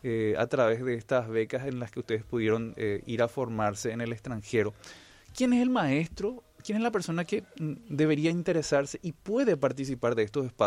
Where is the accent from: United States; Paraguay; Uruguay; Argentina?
Paraguay; siguen siendo tan paraguayos como nosotros, ¿verdad?